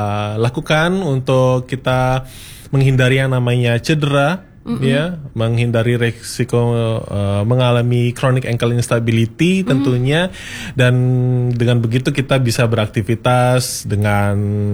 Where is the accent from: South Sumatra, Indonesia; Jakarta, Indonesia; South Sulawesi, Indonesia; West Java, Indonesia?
South Sulawesi, Indonesia; Pangkep; Iya, Bugis bukan Makassarnya, lebih ke area Bugisnya itu di Pangkep.